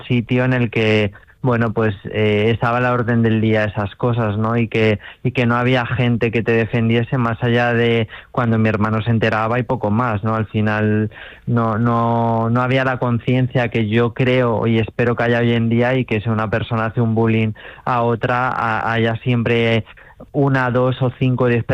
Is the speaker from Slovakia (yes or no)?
no; Marchamalo, Castilla-La Mancha, Spain; also born or lived in Guadalajara; now in Madrid, Spain; pienso en mi pueblo con un punto de rencor por esto, pero bueno, también soy muy marchamalero